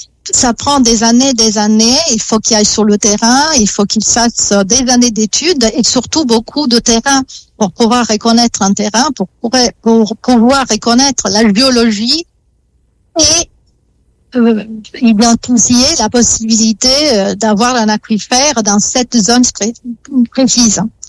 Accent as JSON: {"language": "French", "country": "Italy", "accent": "Italian", "second_language": "French", "said": "mon accent italien"}